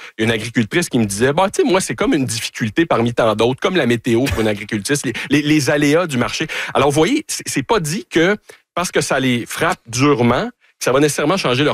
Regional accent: Canada; Ben, c'est drôle, mais quand on dit qu'on est Canadien, honnêtement, sur le terrain, il y a beaucoup de gardes qui tombent

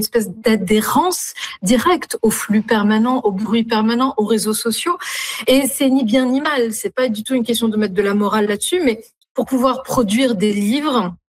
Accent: Tunis, Tunis Governorate, Tunisia; Moi, je suis tunisienne. Je suis née à Tunis, j'ai grandi en Tuni

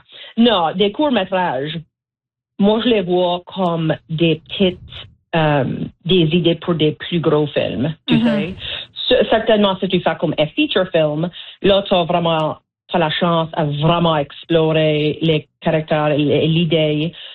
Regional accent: Petit-Ruisseau, Nova Scotia, Canada; moved away as an adult; now in Toronto, Canada; Oui, so moi j'ai grandi à la Baie-Sainte-Marie. J'ai grandi au Petit-Ruisseau, qui est dans la région Clare. C'est la région acadienne au sud-ouest de la Nouvelle-Écosse.

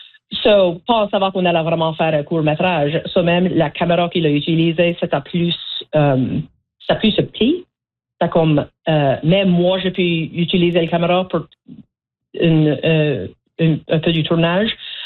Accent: Petit-Ruisseau, Nova Scotia, Canada; Oui, so moi j'ai grandi à la baie Sainte-Marie. J'ai grandi au Petit-Ruisseau, qui est dans la région Clare. C'est la région acadienne au sud-ouest de la Nouvelle-Écosse.

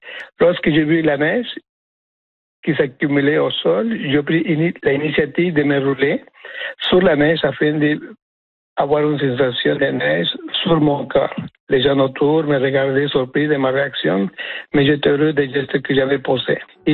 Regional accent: Mexico; now in Quebec, Canada; je suis originaire du Mexique et voici ma première expérience de mon premier hiver au Québec.

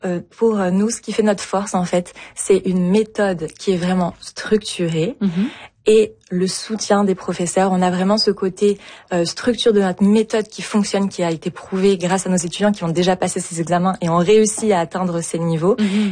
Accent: France; Même en tant que Français, on doit passer ces examens.

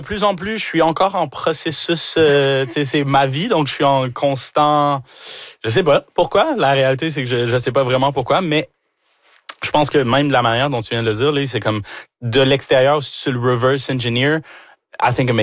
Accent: Quebec, Canada; moi, je suis québécois de chez Québec.

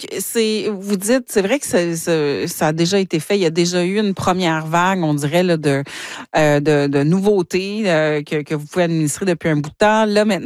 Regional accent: Ontario, Canada; Je viens moi-même du nord de l'Ontario. J'ai été journaliste pendant quinzaine d'années dans le Nord.

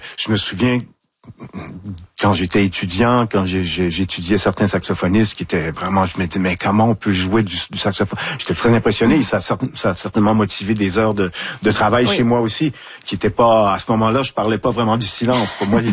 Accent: Saguenay, Quebec, Canada; born or raised there

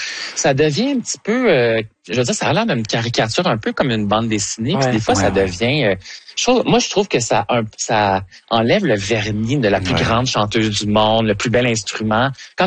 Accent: Quebec, Canada; on l'aime, on est Québécois, on veut qu'elle réussisse

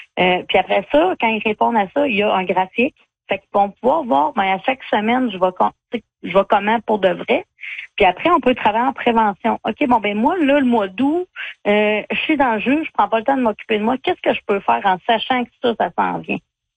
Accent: La Pocatière, Quebec, Canada; moved away as an adult; now in Centre-du-Québec, Canada; Moi, je viens du Bas-Saint-Laurent, la Pocatière, très agricole. Donc, mes grands-parents avaient une ferme, tout le monde avait des fermes, mes oncles et tout.

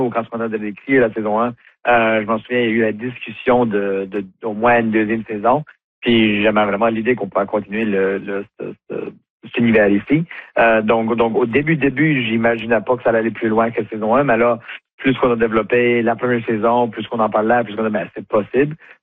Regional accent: the Maritimes, Canada; ici chez nous au Maritime, en Acadie.

